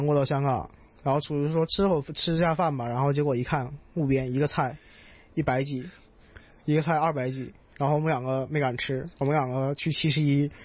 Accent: Northeast China, China; moved away; 就是像每年过年回家的时候，像东北都有地暖嘛，

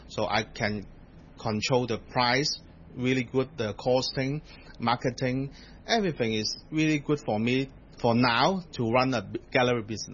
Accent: Kwun Tong, Kowloon, Hong Kong; English is a second language; So, I am 43 years old now. So, I was born in Hong Kong. But after graduating from the secondary school, I went to Australia to study for almost a year.

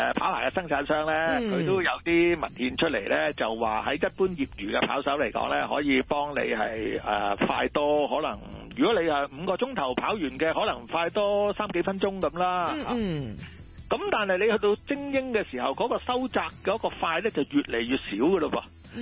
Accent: Hong Kong; 即係我哋香港人咧

